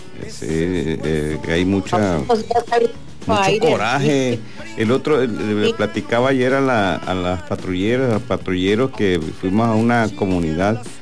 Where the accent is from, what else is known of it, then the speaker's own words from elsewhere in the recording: Mexico; somos nosotros los mexicanos.